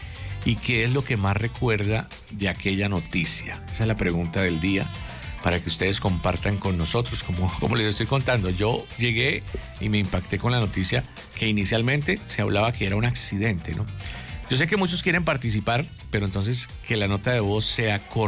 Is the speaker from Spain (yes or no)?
no; Colombia; todos los bumangueses y como buenos colombianos nos unamos más fuertes que nunca.